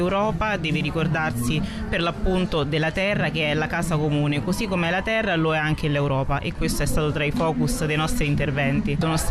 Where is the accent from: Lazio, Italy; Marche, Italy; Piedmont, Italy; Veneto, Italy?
Lazio, Italy; Rome; born there; Io sono, come credo avrete capito, originaria dell'Africa, precisamente della Repubblica Democratica del Congo, ma sono nata a Roma, quindi non solo sull'italiana ma anche romana.